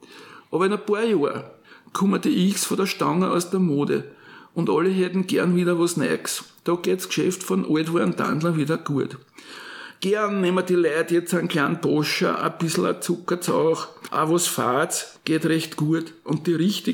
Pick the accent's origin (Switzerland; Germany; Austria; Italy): Austria; Burgenland; Und ich bin im Burgenland aufgewachsen, also ich habe damals einen ganz anderen Dialekt geredet als heute, ja?